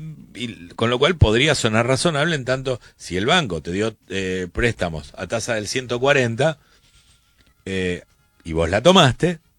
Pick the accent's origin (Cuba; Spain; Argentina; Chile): Argentina